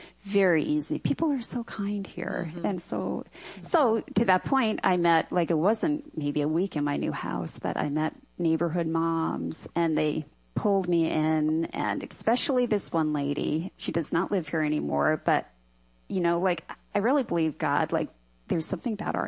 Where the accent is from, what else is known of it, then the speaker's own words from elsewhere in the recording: Long Island, New York, United States; growing up on Long Island